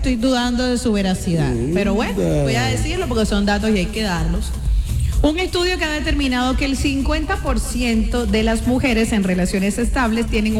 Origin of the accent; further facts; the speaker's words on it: Cartagena, Bolívar, Colombia; somos las cartageneras. Las cartageneras estamos como el caballo cochero, ciego, enfocadas en un solo hombre.